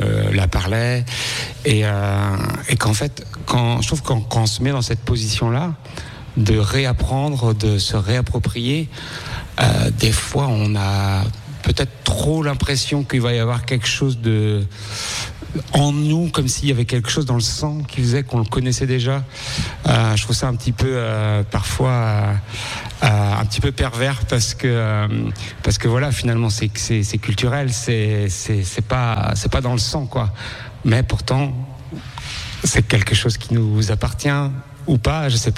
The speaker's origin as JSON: {"language": "French", "town": "Plougastel-Daoulas", "region": "Brittany", "country": "France", "tie": "born or raised there", "said": "j'ai grandi à Plougastel-Daoulas avec des grands-parents qui viennent de Briec. Donc déjà, je suis pas vraiment de Plougastel."}